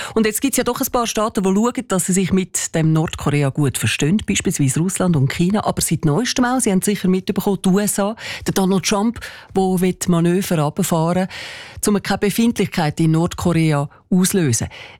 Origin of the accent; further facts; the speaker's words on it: Switzerland; Wir haben ja bei uns in der Schweiz wirklich eigentlich alles, was man sich so wünscht.